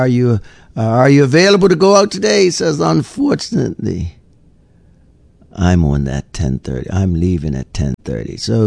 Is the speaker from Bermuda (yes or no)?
yes; Somerset Bridge, Sandys Parish, Bermuda; in my community where I grew up there in Somerset Bridge